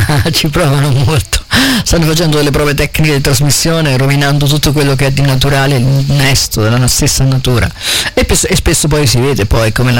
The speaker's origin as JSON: {"language": "Italian", "town": "Pollenza", "region": "Marche", "country": "Italy", "said": "il nostro paese, il mio paese Pollenza"}